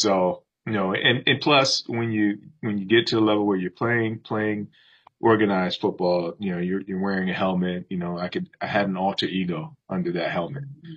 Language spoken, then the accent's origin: English; Hampton, Virginia, United States; I grew up in Hampton, Virginia, and spent the younger part of my life living in the Phoebus area of Hampton